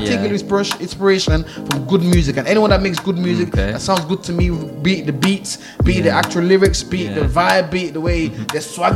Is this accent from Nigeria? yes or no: yes; Nigeria; born there; moved away; also born or lived in United Kingdom; I'm a guy who was born in Nigeria, I grew up in Nigeria, and I also grew up in the UK.